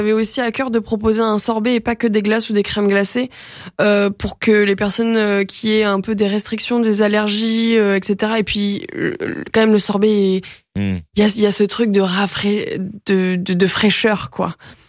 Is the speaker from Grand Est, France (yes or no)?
no; Provence-Alpes-Côte d'Azur, France; qu'est-ce que j'aime à l'apéro l'été quand je suis chez moi en Provence.